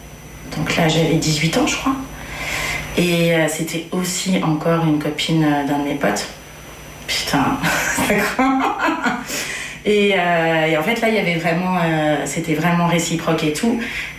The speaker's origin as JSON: {"language": "French", "region": "Nouvelle-Aquitaine", "country": "France", "tie": "born or raised there", "moved": "as an adult", "said": "j'ai 40 ans. J'ai grandi dans les Deux-Sèvres, un département dans le Poitou-Charentes."}